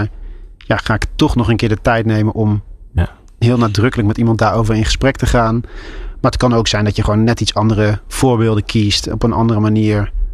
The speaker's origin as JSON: {"language": "Dutch", "region": "Gelderland", "country": "Netherlands", "tie": "born or raised there", "moved": "yes", "said": "ik ben in de Achterhoek opgegroeid. Het is voor mij nog steeds een linkje met de regio."}